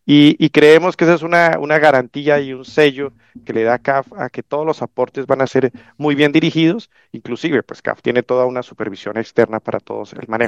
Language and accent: Spanish; Colombia; now in Panama; a los demás personas extranjeras como yo, que soy colombiano